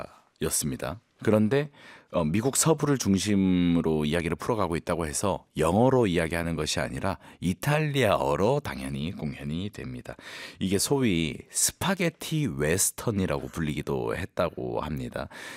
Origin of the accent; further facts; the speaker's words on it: South Korea; 우리는 한국인으로서